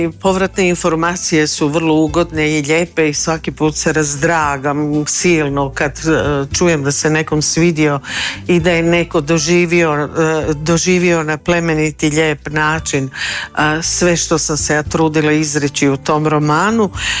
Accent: Jastrebarsko, Zagreb County, Croatia; moved away; kako sam odrasla u Jaski, u Jastrebarskom i vezana uz prostor svog odrastanja, na kraju krajeva tamo je i moj roditeljski dom i često se tamo vraćam

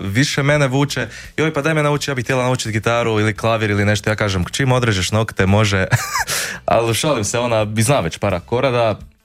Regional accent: Voloder, Sisak-Moslavina County, Croatia; mi živimo u Voloderu, iz Volodera smo oboje, živimo 5 minuta autom jedan od drugog

